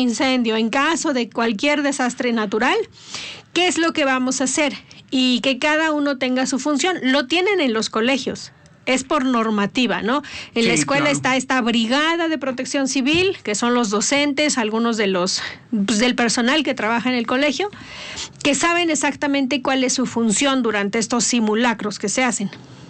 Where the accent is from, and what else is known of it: Mexico